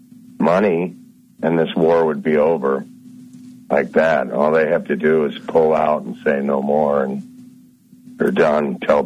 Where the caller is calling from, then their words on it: Illinois, United States; from Illinois.